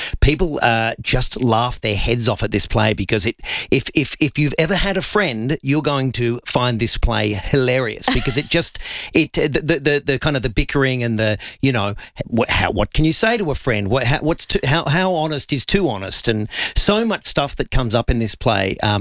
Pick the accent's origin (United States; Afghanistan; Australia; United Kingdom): Australia; Adelaide, South Australia; and I'm from Adelaide, so it's very exciting for me because we're finishing up in my hometown